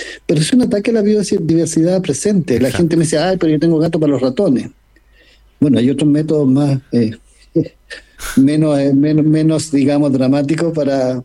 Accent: Chile

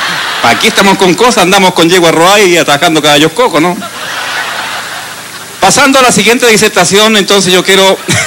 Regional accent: Temuco, Araucanía, Chile; Pero las mujeres de mi tierra, no de las de Quira, de Quinola, de allá de Temuco.

